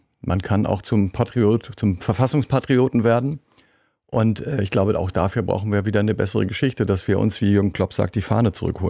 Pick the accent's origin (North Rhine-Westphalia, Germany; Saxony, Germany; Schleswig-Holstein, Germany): Schleswig-Holstein, Germany; now in Hamburg, Germany; ich komme aus Dithmarschen an der Nordsee. Ich wohne in Hamburg und Berlin.